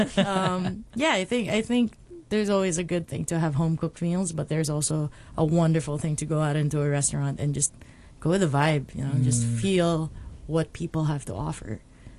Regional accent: Philippines; now in Hong Kong; To summarize the whole journey of being a Filipino and what it is to be a Filipina.

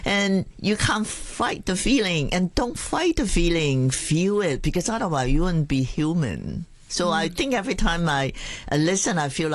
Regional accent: Hong Kong; growing up in Hong Kong later on, I was ashamed to tell people where I live.

